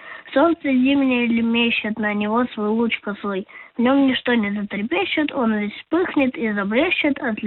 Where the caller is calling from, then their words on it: Vladivostok, Primorsky Krai, Russia; Из Владивостока.